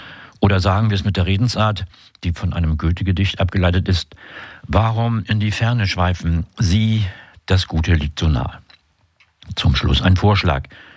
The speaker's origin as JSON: {"language": "German", "town": "Lübeck", "region": "Schleswig-Holstein", "country": "Germany", "tie": "born or raised there", "said": "Ich bin in Lübeck geboren und aufgewachsen. Ich habe als Lehrer in Kiel, als Schulleiter in Hohenwestedt und Neumünster gearbeitet. Zeit meines Lebens war ich immer mittendrin in Schleswig-Holstein."}